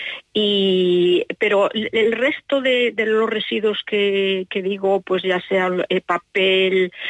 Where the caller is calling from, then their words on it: Pontevedra, Galicia, Spain; de Pontevedra.